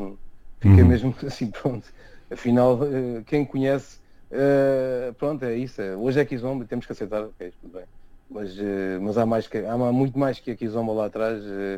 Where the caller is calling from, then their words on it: Cape Verde; sou cabo-verdiano